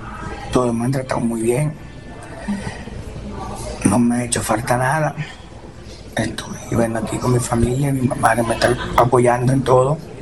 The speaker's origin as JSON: {"language": "Spanish", "region": "La Guaira", "country": "Venezuela", "said": "Soy de La Guaira, de Caribe."}